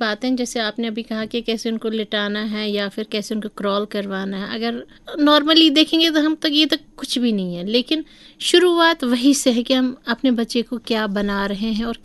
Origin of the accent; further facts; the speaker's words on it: Jammu and Kashmir, India; हम कश्मीर से हैं